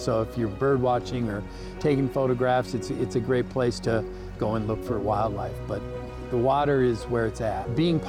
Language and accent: English; Michigan, United States; I grew up in the Upper Peninsula and I loved wildlife and parks, and the best part about Michigan's outdoors is the water.